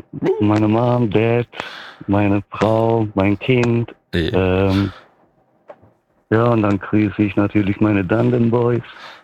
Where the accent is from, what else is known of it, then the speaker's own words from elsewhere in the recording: Mosbach, Baden-Württemberg, Germany; born there; now in Stuttgart, Germany; bin in Mosbach geboren, lebe in Stuttgart